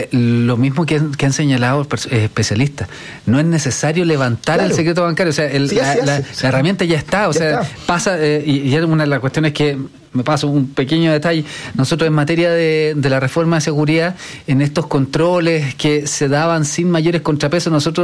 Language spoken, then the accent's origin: Spanish; Santiago, Santiago Metropolitan Region, Chile; born or raised there